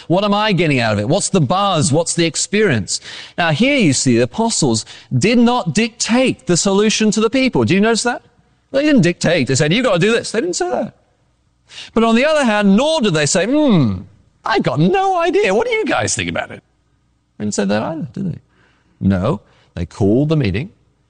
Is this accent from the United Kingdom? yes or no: yes; England, United Kingdom; accent: English; moved away; I am English. And I only mention it because I've had a few people tell me recently how much they like my accent.